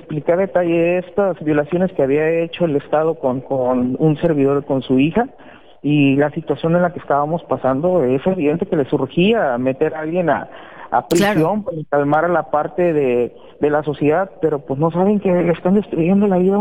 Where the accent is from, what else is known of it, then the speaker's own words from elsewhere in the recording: Poza Rica, Veracruz, Mexico; pues nosotros somos de Poza Rica, Veracruz, fue esta institución.